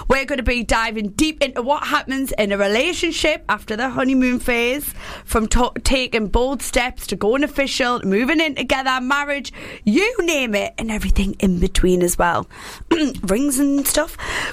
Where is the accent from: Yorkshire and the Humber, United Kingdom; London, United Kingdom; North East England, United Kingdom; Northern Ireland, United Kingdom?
North East England, United Kingdom; Newcastle upon Tyne; Yeah, I'm the Geordie version.